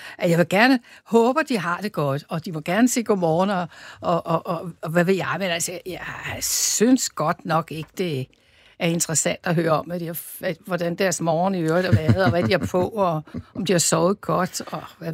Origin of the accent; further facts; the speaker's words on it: Roskilde, Zealand, Denmark; Jamen, de 2 gode professorer skrev, at jeg talte lidt forståeligt moderne dansk. Og så kunne de høre, at jeg var fra Roskilde.